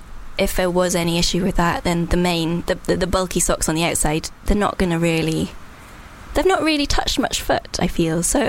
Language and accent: English; Wales, United Kingdom; being Welsh makes you probably slightly happier because, as Kara said, every day we thank the Lord we're Welsh.